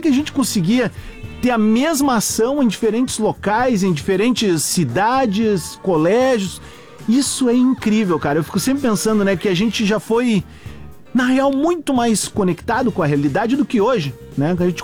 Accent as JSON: {"language": "Portuguese", "town": "Cerro Largo", "region": "Rio Grande do Sul", "country": "Brazil", "tie": "born or raised there", "said": "pra galera de Cerro Largo, minha cidade natal, 124 anos. Sou muito orgulhoso de ser um cerrolarguense."}